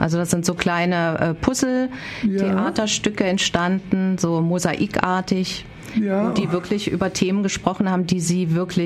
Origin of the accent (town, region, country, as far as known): East Germany, Germany